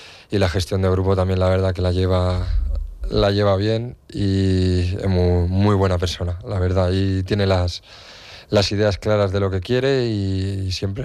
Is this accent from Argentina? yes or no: no; San Sebastián, Basque Country, Spain; moved away as an adult; now in Almería, Spain; yo soy un hombre de costa, vengo de San Sebastián, de una ciudad preciosa y espectacular, y la ciudad no la conozco mucho aún, yo vivo a las afueras